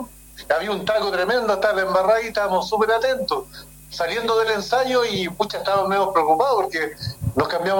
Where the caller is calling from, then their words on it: Villa Alemana, Valparaíso, Chile; Yo soy de Villa Alemana y vengo desde casi Valparaíso, son como 30 kilómetros